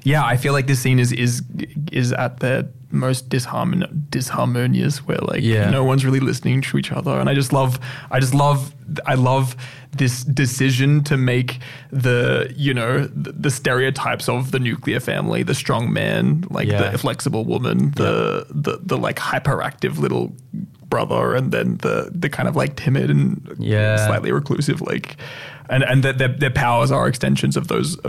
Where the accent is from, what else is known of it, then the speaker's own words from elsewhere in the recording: Wangaratta, Victoria, Australia; my hometown in Wangaratta